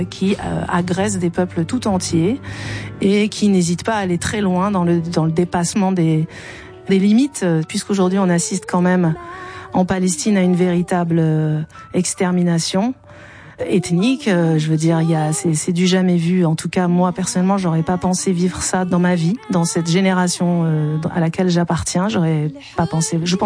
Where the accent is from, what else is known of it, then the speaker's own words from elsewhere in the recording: Algeria; C'est-à-dire qu'en tant qu'Algérienne, je suis sensible aussi à ces questions.